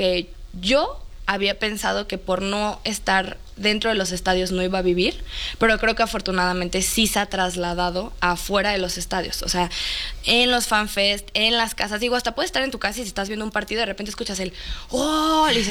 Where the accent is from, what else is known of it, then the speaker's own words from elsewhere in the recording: Mexico; sí siento que es una gran falla a mi ADN como mexicana, ¿no? O sea, porque sí creo que todos los mexicanos tenemos algo de pambolero en la sangre